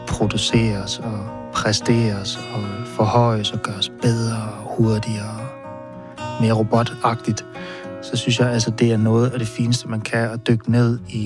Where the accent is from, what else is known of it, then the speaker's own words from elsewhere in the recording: Aarhus, Central Denmark Region, Denmark; moved away as an adult; now in Copenhagen, Denmark; da jeg flyttede til København her. Jeg er normalt fra Aarhus. Og jeg var 18 år gammel